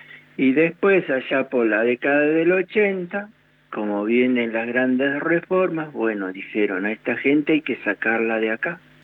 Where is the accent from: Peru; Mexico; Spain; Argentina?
Argentina; San Nicolás de los Arroyos, Buenos Aires Province; Yo nací en San Nicolás de los Arroyos.